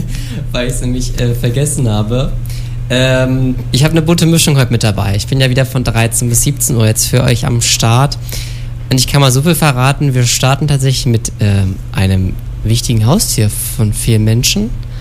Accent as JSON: {"language": "German", "country": "Germany", "said": "Man könnte mir jetzt vorwerfen, irgendwie ich bin böse gegenüber den Franzosen als Deutscher"}